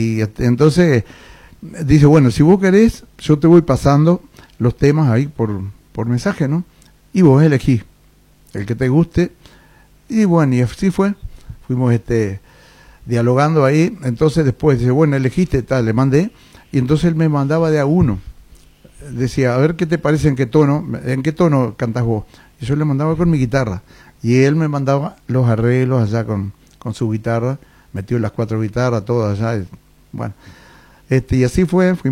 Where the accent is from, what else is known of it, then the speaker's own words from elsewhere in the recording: Tacuarembó, Uruguay; como yo nací acá, en Tacuarembó, crecí cantando, escuchando canciones argentina